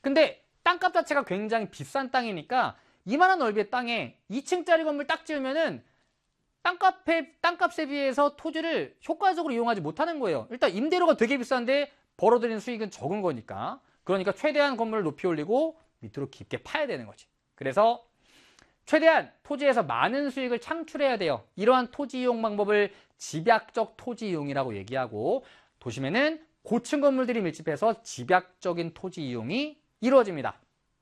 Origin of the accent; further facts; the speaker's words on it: Seoul, South Korea; born there; 저도 제가 서울에서 강서구에서 태어나서 노원구 살다가 강동구 살고 있거든요. 외곽만 돌고 있습니다.